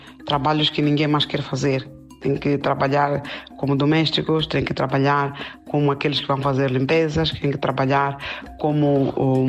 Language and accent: Portuguese; Mozambique; moved away as an adult; E em tudo isso, saí de Moçambique, graças a Deus, que eu já tinha 12ª e trouxe meus documentos já traduzidos.